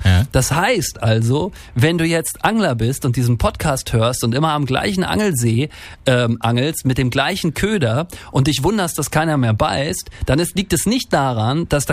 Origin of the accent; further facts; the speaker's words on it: Rostock, Mecklenburg-Vorpommern, Germany; Früher habe ich viel geangelt in meiner Jugend. Yeah. Und in Rostock noch, wo ich groß geworden bin.